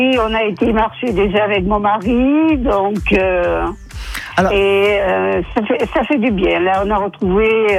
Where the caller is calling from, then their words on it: Saint-Mexant, Nouvelle-Aquitaine, France; je vous appelle de Saint-Mexant.